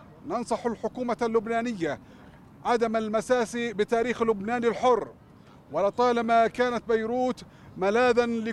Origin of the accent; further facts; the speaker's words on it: Yemen; شعبنا اليمني المظلوم